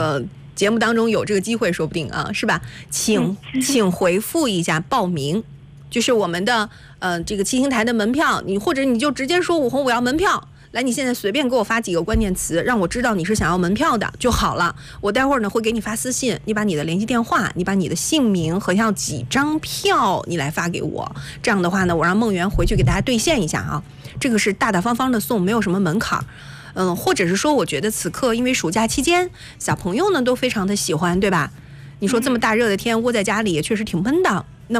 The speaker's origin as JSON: {"language": "Chinese", "town": "Jinan", "region": "Shandong", "country": "China", "said": "我身为一个济南人"}